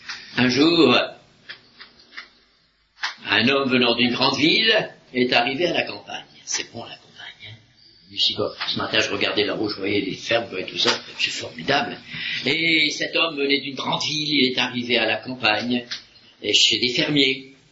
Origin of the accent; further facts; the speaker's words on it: Hauts-de-France, France; Ces deux gars du Nord, vous voyez, je suis du Nord aussi, hein.